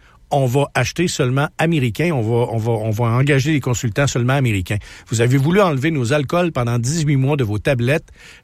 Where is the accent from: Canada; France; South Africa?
Canada; now in United States; Moi, les seuls gens qui m'en parlent, c'est ceux qui savent que je suis Canadien